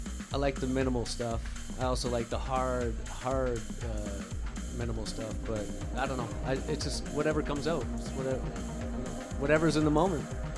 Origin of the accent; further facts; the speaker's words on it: Windsor, Ontario, Canada; my hometown Windsor, into Canada.